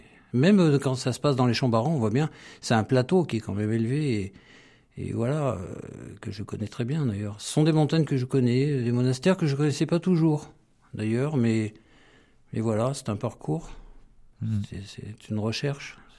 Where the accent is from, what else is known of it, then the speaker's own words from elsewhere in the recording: Grenoble, Auvergne-Rhône-Alpes, France; moi je suis de Grenoble